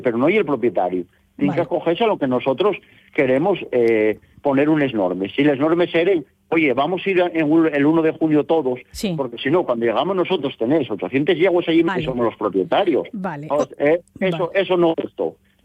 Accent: Mieres, Asturias, Spain; yo soy un ganadero de Mieres que fui allí

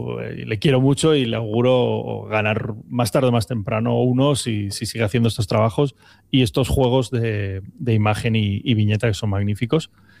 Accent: Asturias, Spain; todos los que somos de Asturias, como digo, y tenemos un pueblo o hemos tenido un pueblo al que acudir.

